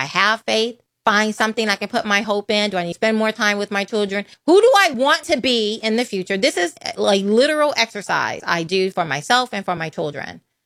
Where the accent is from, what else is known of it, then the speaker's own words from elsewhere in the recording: United States; I'm being very American and heavy-tongued